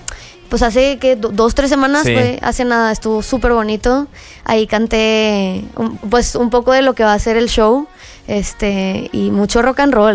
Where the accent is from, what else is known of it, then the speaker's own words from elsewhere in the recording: Monterrey, Nuevo León, Mexico; Soy de Monterrey.